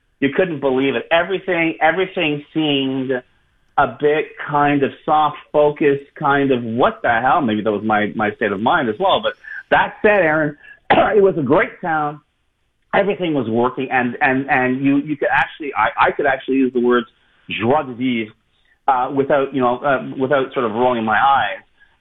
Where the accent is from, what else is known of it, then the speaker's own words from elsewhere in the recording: Montreal, Quebec, Canada; There was a time I really was proud to say I was from Montreal. There was a time I looked at Montreal and said, man, this is a great place. This is a mark. There is no other place like this on earth.